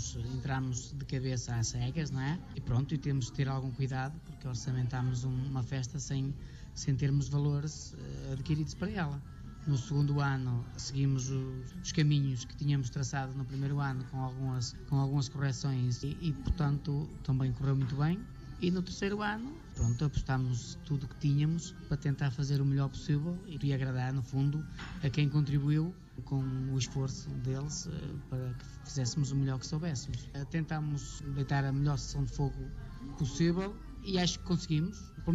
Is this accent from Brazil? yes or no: no; Portugal; somos de Figueirão